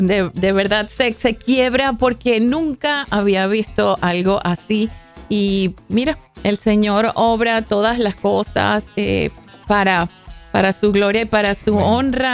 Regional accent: Venezuela; sigo maravillada y dándole gracias y gloria a Dios por lo que está sucediendo en mi país, Venezuela.

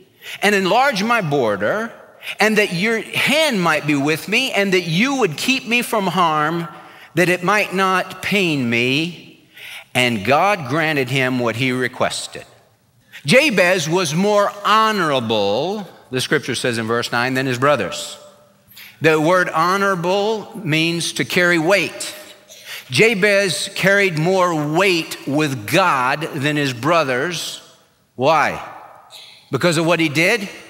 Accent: California, United States; we had a pool in my backyard growing up in California.

